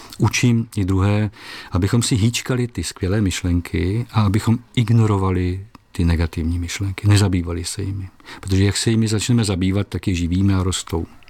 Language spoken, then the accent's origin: Czech; Vysočina Region, Czechia; born there; Jsem Čech, narozen na Vysočině a je mi 62 letos.